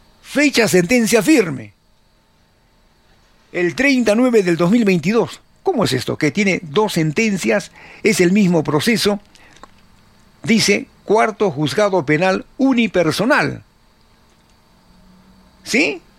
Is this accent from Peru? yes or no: yes; Arequipa, Peru; Bárbaros somos los arequipeños.